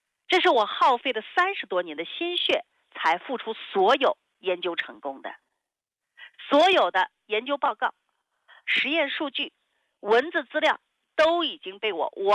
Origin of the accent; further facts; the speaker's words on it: China; moved away as an adult; now in United States; 我是一个中国人呐，我要落叶归根。无论我在哪里，我深爱着我的祖国，思念着我的家乡。在美国留学这10年来，我无时无刻的不在思念着家乡的亲人和朋友。